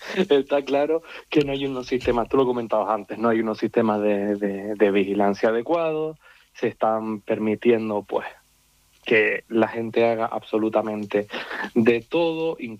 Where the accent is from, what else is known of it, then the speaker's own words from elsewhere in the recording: San Andrés, Canary Islands, Spain; siempre en mi pueblo, en San Andrés